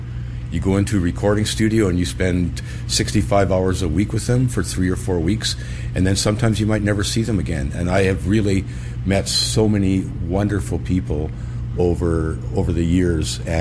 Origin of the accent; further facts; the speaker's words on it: Plum Coulee, Manitoba, Canada; moved away; I have a great memories of being in Plum Cooley growing up here. My dad had the Massey Ferguson dealership